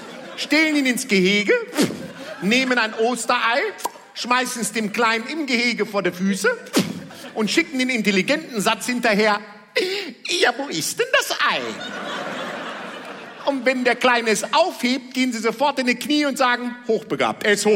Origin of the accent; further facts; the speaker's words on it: Bad Driburg, North Rhine-Westphalia, Germany; born there; now in Münster, Germany; Ich bin doch hier in der Ecke geboren. Einfach einmal da, halb da über den, ne? Bad Driburg